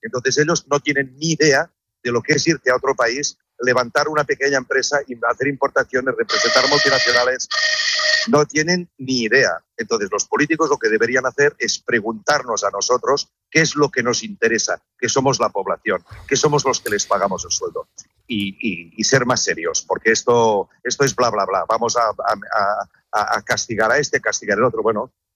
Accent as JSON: {"language": "Spanish", "region": "Catalonia", "country": "Spain", "lives_now": "Morocco"}